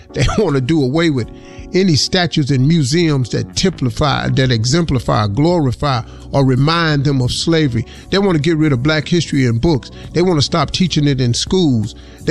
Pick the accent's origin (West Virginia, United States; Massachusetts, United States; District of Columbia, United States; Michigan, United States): West Virginia, United States; Welch; I grew up in Welch, West Virginia. I saw colored-only water fountains. I saw colored-only restrooms. I saw Kresge's downtown where blacks couldn't sit at the lunch counters.